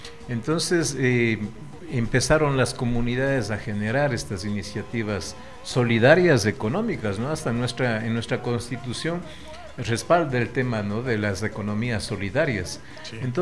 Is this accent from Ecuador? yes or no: yes; Ecuador; todos somos ecuatorianos